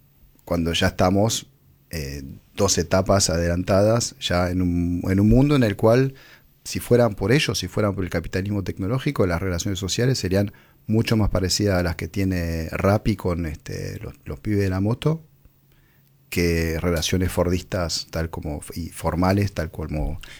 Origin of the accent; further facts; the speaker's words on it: Argentina; en un país como nuestro, Argentina